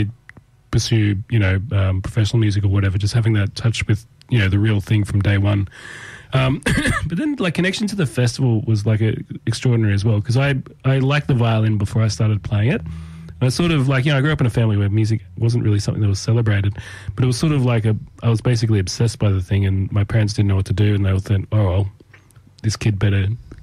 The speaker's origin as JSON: {"language": "English", "town": "Tamworth", "region": "New South Wales", "country": "Australia", "tie": "born or raised there", "said": "I grew up in Tamworth, yes."}